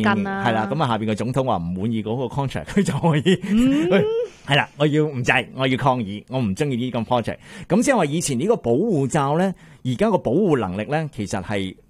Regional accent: Canada; 我哋加拿大人咧，亦都開始咧進行呢個抵制美國法 buy Canadian 呢樣嘢啦

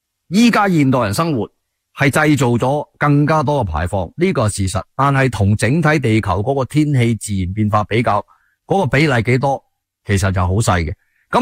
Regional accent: Canada

